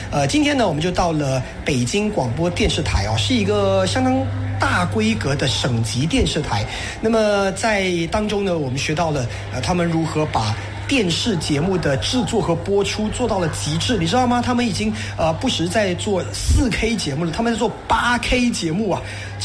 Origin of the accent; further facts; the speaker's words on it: Malaysia; 我们作为马来西亚人，我们常说哎呀多语言的环境就是我们的骄傲